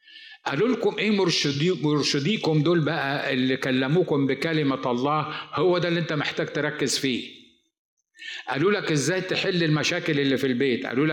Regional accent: Egypt; moved away; هو انا بفتح برانش هنا من مجلس الشعب عندنا في مصر

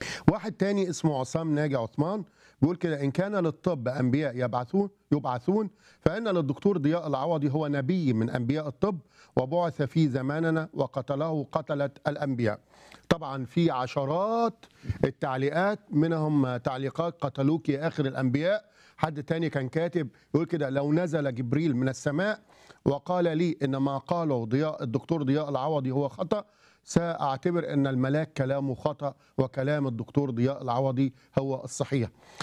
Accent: Egypt; واحنا المجتمع الشرقي، مجتمع مش الشرقي، المجتمع العربي الاسلامي، المجتمع المصري

